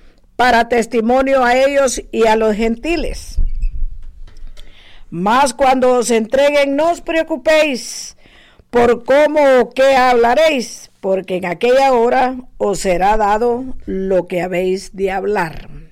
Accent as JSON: {"language": "Spanish", "country": "Honduras", "said": "en mi país, en Honduras"}